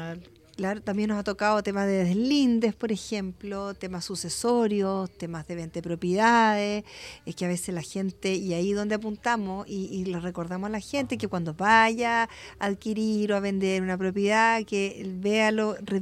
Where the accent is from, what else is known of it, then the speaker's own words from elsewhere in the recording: Santiago, Santiago Metropolitan Region, Chile; Nosotros somos de Santiago, venimos acá por lo menos una vez a la semana para los días jueves